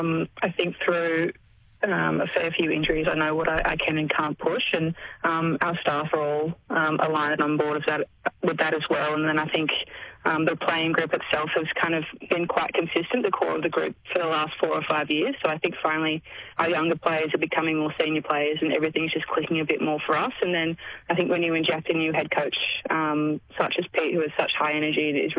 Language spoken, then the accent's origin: English; Bowral, New South Wales, Australia; I grew up in Barrow